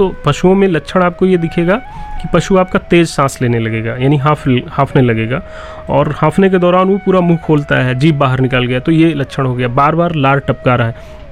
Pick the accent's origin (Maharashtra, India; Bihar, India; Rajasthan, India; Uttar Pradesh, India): Uttar Pradesh, India; Milkipur; पड़ोस का जिला हमारा भी, मैं भी अयोध्या के मिल्कीपुर का रहने वाला हूं